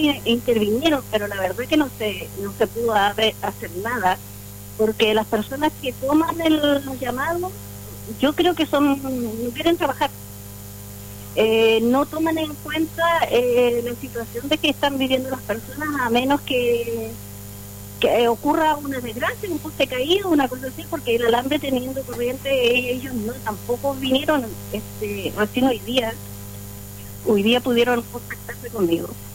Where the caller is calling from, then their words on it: Chile; Estoy llamando del sector Paso Seco Sur.